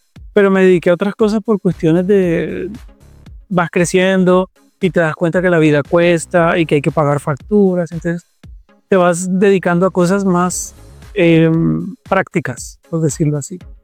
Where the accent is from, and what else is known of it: Bogotá, Colombia; born or raised there; also born or lived in Barranquilla, Colombia; now in Madrid, Spain